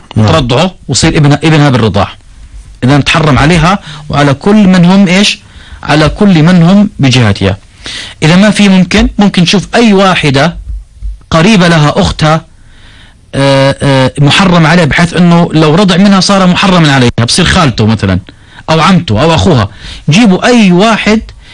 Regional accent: Jordan

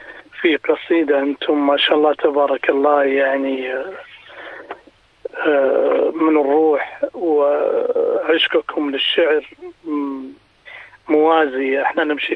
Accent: Al Zulfi, Riyadh Province, Saudi Arabia; born there; accent: Najdi; now in Riyadh, Saudi Arabia; انا من الزلفي، يعني مسقط راسي الزلفي ورامي في الرياض

